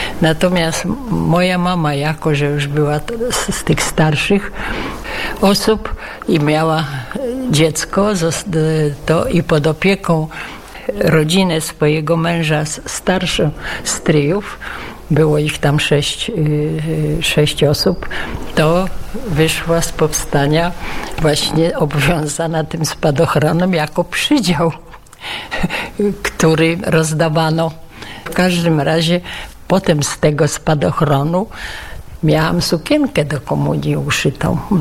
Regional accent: Warsaw, Masovian Voivodeship, Poland; Tak, jest urodzona w Warszawie, jestem. I całe moje dorosłe życie i pracę w Warszawie, i moi rodzice też.

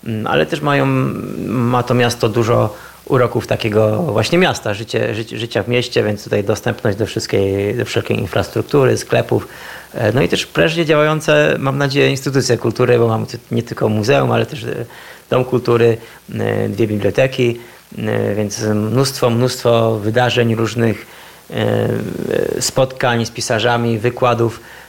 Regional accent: Myślenice, Lesser Poland, Poland; now in Kraków, Poland; Ja pochodzę z Myślenic i tutaj się wychowałem, chodziłem do szkoły przez wiele, wiele lat.

